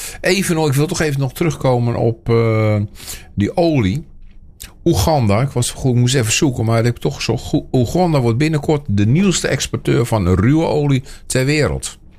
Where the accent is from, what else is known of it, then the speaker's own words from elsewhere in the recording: Netherlands; we zijn als Nederlanders